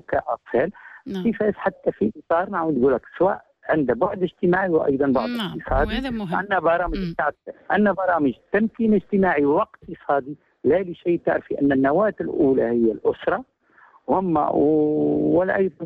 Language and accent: Arabic; Tunisia; أنا كل تونسي الحمد لله محظوظ أننا ولدنا ووجدنا أنفسنا تونسيين وتونسيات